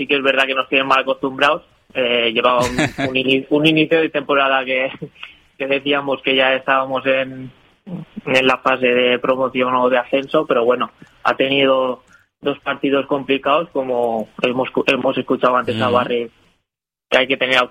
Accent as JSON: {"language": "Spanish", "town": "Vilafamés", "region": "Valencian Community", "country": "Spain", "tie": "born or raised there", "said": "empecé con el Villafamés, que es mi pueblo"}